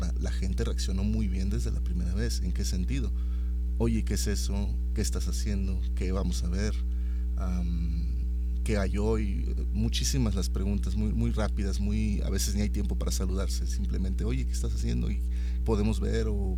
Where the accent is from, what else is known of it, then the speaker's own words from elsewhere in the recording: Saltillo, Coahuila, Mexico; now in San Luis Potosí, Mexico; yo soy originario de Saltillo, pero pues ya llevo muchísimo tiempo aquí en San Luis Potosí.